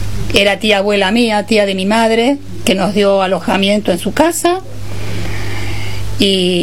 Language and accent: Spanish; Argentina; also born or lived in Pontevedra, Spain; Aquí hice la primaria, la secundaria. Esta República Argentina me encanta y me ha dado mucho, mucho. Además de 2 hijas, además de 6 nietos, y me dio trabajo. Y acá estoy todavía.